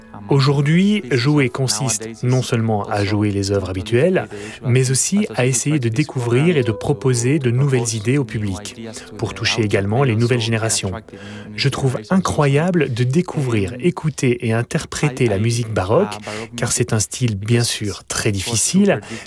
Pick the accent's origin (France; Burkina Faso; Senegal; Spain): Spain; comme je suis espagnol.